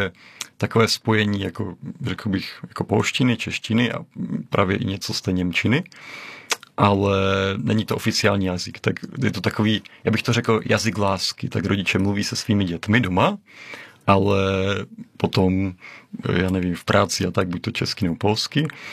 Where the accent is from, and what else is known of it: Moravian-Silesian Region, Czechia